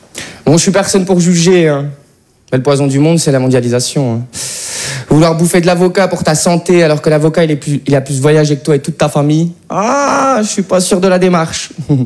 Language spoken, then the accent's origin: French; Belgium; parce que je suis belge et français